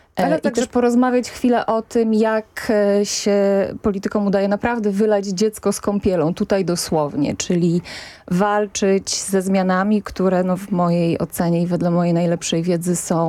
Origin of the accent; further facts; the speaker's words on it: Świętokrzyskie Voivodeship, Poland; bo to moje rodzinne strony.